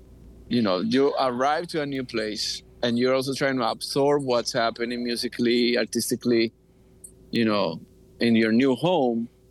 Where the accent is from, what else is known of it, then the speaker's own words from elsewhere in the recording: Colombia; moved away; I come from Colombia